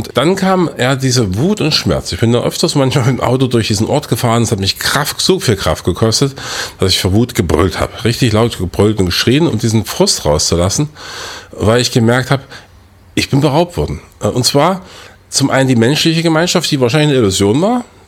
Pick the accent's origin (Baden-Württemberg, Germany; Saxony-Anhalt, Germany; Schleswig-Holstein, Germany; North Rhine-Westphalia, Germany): Saxony-Anhalt, Germany; Weißenfels; moved away; also born or lived in Eisleben; Ja, ich bin in Eisleben geboren, in Weißenfels aufgewachsen. Also das ist mein Ursprungsfluidum dieser proletarisch geprägten Kultur des Industriedreieckes.